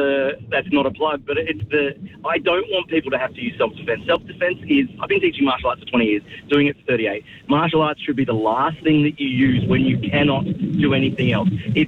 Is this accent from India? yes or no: no; Gold Coast, Queensland, Australia; I grew up on the Gold Coast. The cop cars just drive around every now and then.